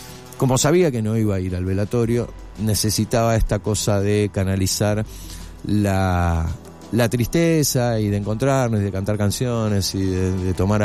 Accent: Argentina; como sociedad y como argentinos

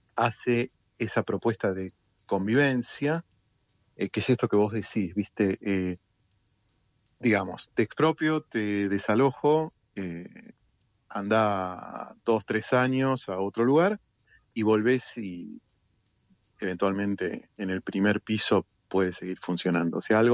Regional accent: Buenos Aires, Argentina; somos porteños, sabemos, somos usuarios todos del subte

